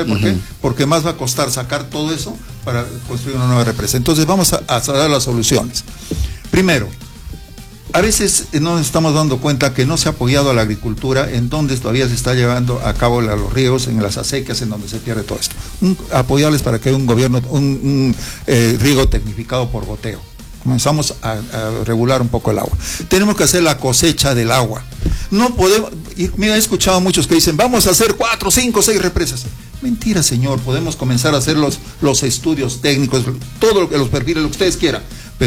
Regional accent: Arequipa, Peru; somos arequipeños

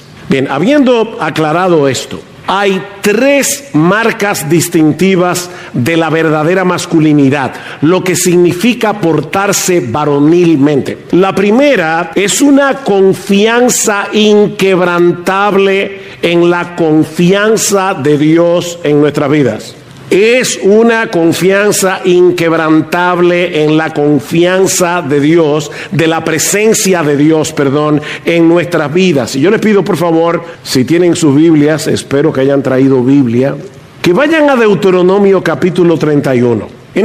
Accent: San Juan de la Maguana, San Juan, Dominican Republic; Cuando yo era niño, como cinco o seis años, vino a San Juan de la Maguana, al pueblo donde yo nací

